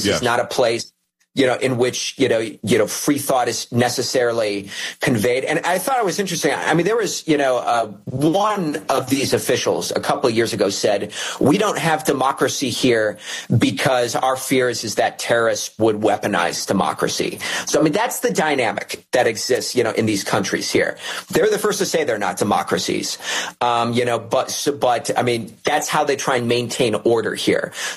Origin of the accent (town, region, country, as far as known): Cleveland, Ohio, United States; born or raised there; now in Qatar